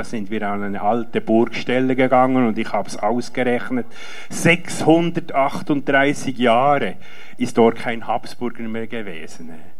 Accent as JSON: {"language": "German", "country": "Switzerland", "said": "Da fühlen wir uns als Schweizer sehr, sehr geehrt"}